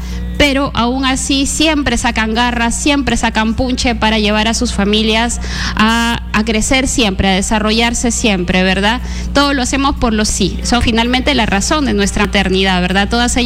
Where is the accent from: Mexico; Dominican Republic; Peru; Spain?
Peru; Lambayeque; mamitas lambayecanas, mamitas chiclayanas de Ferreñafe, de Lambayeque, de Chiclayo, de los 38 distritos que conforman nuestra región Lambayeque